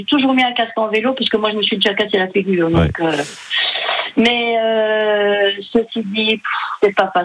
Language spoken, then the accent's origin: French; Dijon, Bourgogne-Franche-Comté, France; born there; also born or lived in Chazilly; je suis née à Dijon, j'habite rue Musette, je connais ma ville parfaitement